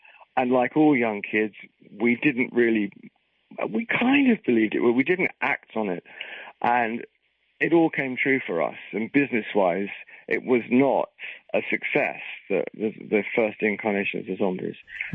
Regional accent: England, United Kingdom; us being English

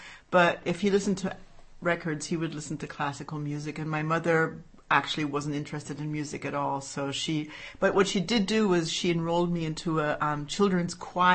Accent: Tacoma, Washington, United States; born there; also born or lived in Colorado / Chicago / Germany; Well, I was born in Tacoma, but I was only there for 3 months because my father was in the military, so we would move around all the time. After Tacoma, we went to Colorado and then to Chicago and Washington, D.C. and so forth.

